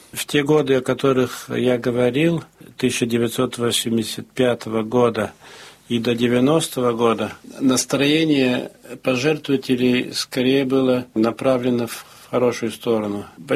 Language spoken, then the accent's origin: Russian; France; also born or lived in Moscow / Athens; Я родился во Франции и всегда там жил, за исключением 3 лет, которые я проживал в Москве как представитель французского банка от 1973 до 1976 года